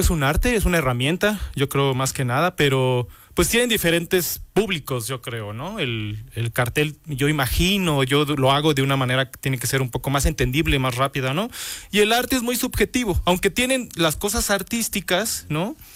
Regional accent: Spain; Sí, entonces por eso me digo que soy español.

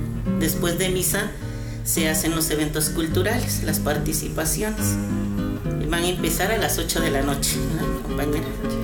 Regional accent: San Antonio Texcala, Puebla, Mexico; Como usted bien lo dice, nosotros somos el portal de la Mixteca.

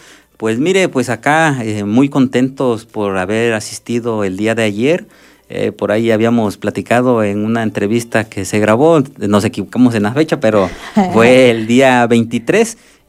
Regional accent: Acatlán de Osorio, Puebla, Mexico; imagínese representar a nuestro Acatlán, a nuestro Puebla en otros estados

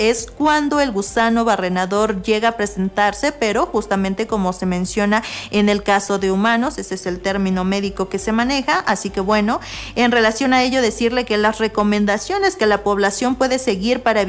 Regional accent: Mexico; la cultura que nos da identidad como mexicanos.

